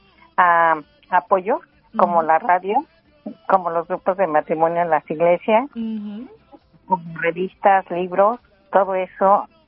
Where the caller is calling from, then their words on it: Sacramento, California, United States; De aquí de Sacramento. Yo pertenezco a la iglesia de Santa Rosa